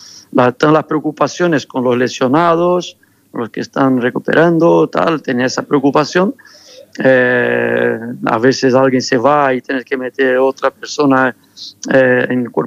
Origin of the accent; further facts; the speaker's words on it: Brazil; Spanish is a second language; moved away as an adult; Yo soy brasileño al 100% en el aspecto deporte y con un equipo. En el aspecto música, te va gustando cada vez más la música española, cosas que se hacen, pero también soy mucho más raíces brasileña.